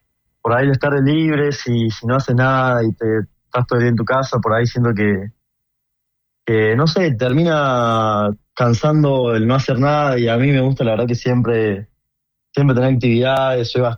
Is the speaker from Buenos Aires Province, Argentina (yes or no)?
no; Córdoba, Argentina